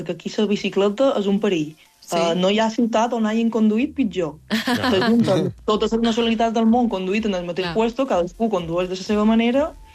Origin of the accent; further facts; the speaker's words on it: Palma, Balearic Islands, Spain; Jo sóc de Palma, de Rafal.